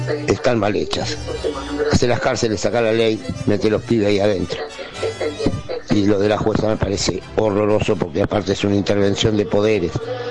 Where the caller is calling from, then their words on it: Remedios de Escalada, Buenos Aires Province, Argentina; de Remedios de Escalada.